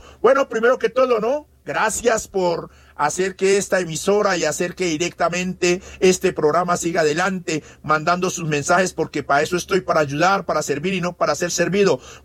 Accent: Putumayo, Colombia; No, señor, yo soy el mismo directamente, indio del Putumayo

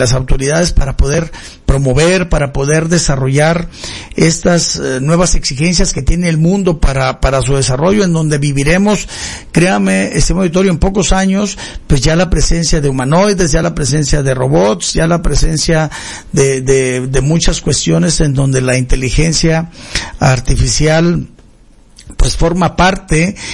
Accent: Mexico; y nosotros como mexicanos pues vemos pocas acciones.

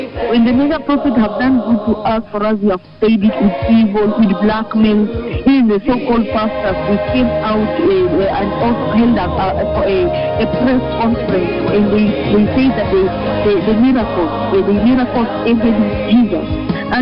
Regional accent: Kenya; For me as a Kenyan, I've been rebuked so much.

